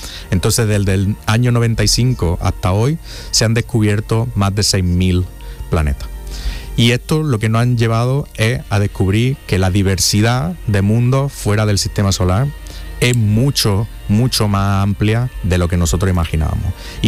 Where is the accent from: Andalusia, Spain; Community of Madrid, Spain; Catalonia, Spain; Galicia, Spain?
Andalusia, Spain; pude volver a mi tierra, que siempre había sido mi sueño, convertirme en astrofísico y ser astrofísico en Andalucía